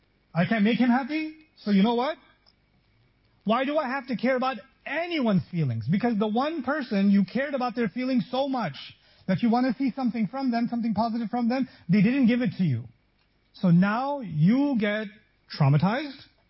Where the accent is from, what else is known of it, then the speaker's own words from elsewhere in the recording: Pakistan; I'm from Pakistan, and in Pakistan, it is haram to encourage your children. We don't, we have a different madhab